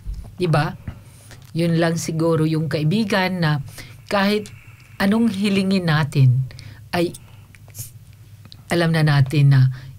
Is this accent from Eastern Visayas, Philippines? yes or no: yes; Eastern Visayas, Philippines; accent: Waray; may pagkabisaya. I mean, Bisaya talaga ako. I'm from Samar, okay? So, maaaring minsan, yung salita ko ay matigas.